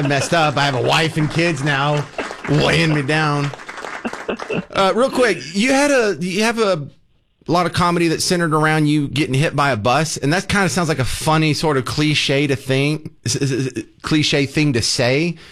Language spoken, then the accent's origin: English; Texas, United States; because we're from Texas, and I go work in New York.